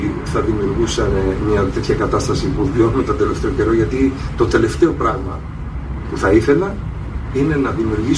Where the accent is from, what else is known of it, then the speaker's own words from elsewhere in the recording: Thessaloniki, Central Macedonia, Greece; Είμαι από τη Θεσσαλονίκη, είμαι Μακεδόνας, είναι μεγάλη μου χαρά, είναι μεγάλη μου τιμή που είμαι Μακεδόνας.